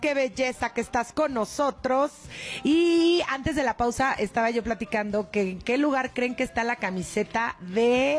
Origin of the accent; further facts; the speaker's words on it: Mexico; Obviamente, como buena mexicana, no me quiero ilusionar